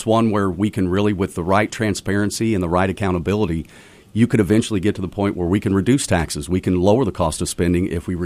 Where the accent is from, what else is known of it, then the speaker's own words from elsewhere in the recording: Benton, Illinois, United States; I'm from Benton, Illinois.